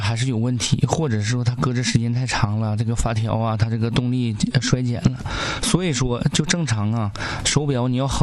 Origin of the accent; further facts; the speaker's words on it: Northeast China, China; accent: Northeastern Mandarin (Dongbei); 用咱们东北话讲